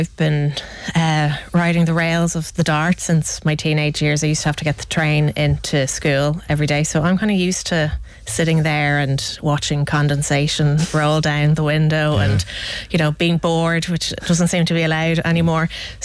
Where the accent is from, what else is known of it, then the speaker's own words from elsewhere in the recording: Bray, County Wicklow, Ireland; I'm from Bray originally